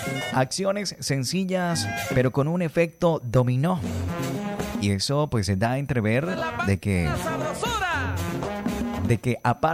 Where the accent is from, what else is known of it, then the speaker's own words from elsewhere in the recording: Colombia; por nuestra patria amada de Colombia